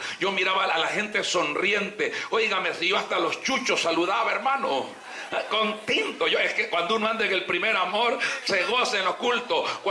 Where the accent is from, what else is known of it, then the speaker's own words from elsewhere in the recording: El Salvador; also born or lived in Honduras; Yo tengo tres nacionalidades para la gloria del Señor. Soy hondureño por nacimiento, de padres salvadoreños. Y soy salvadoreño por crecimiento.